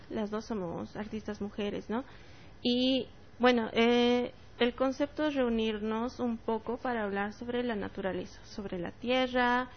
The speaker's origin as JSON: {"language": "Spanish", "region": "La Paz", "country": "Bolivia", "said": "yo vengo de La Paz"}